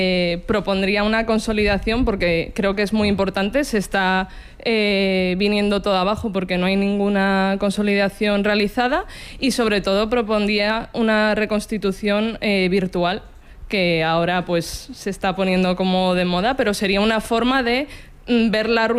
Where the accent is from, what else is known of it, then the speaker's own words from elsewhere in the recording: Madrid, Community of Madrid, Spain; also born or lived in Valladolid; soy medio madrileña, medio vallisoletana y he estudiado arquitectura en la ETSAM, en la Escuela de Arquitectura de Madrid